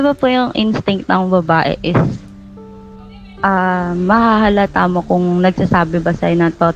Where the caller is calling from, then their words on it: Teresa, Calabarzon, Philippines; Teresa Rizal po.